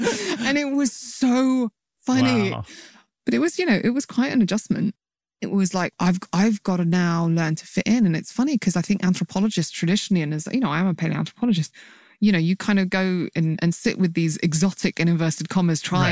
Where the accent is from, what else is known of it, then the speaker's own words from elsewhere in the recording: United Kingdom; And I'm not mixed race, but I'm mixed heritage. So I'm a British Arab, right?